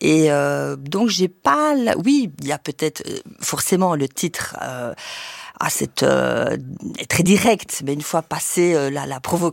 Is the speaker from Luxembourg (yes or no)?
yes; Luxembourg; moved away as an adult; also born or lived in Brussels, Belgium; je suis née à Bruxelles, d'une mère espagnole, d'un père belge. Ensuite, j'ai grandi au Grand-Duché de Luxembourg et j'y ai vécu jusqu'à mes 18 ans. Le Grand-Duché de Luxembourg est un pays qui est très multiculturel